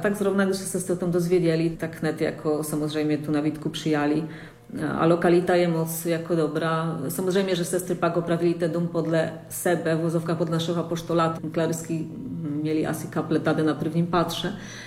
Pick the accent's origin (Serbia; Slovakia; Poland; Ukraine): Poland; now in Czech Republic; A tím, že je také už méně povolání, tak jsme všichni z Polska.